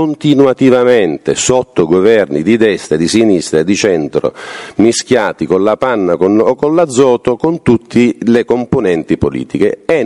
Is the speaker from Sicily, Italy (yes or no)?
yes; Sicily, Italy; qui in Sicilia